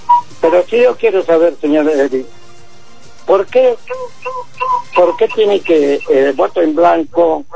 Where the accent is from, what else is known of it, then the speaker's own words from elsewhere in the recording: Peru; Para mí que como ciudadano peruano, les deseamos un Chumayo